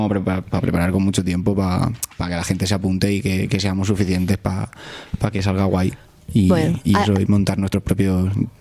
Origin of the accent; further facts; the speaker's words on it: Seville, Andalusia, Spain; Yo también soy de Sevilla.